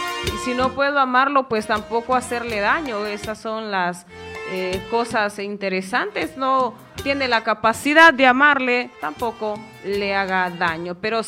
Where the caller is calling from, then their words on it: Esquías, Comayagua, Honduras; del Junco, Esquías. Estamos escuchando y es de gran bendición.